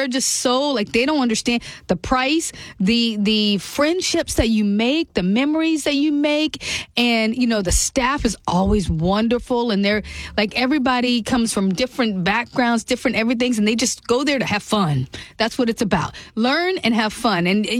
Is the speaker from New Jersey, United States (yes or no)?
no; Pensacola, Florida, United States; my brother and I grew up in Pensacola